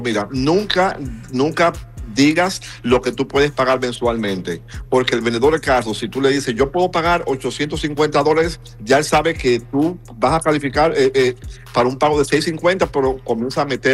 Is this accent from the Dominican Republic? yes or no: yes; Dominican Republic; now in United States; Yo soy de la República Dominicana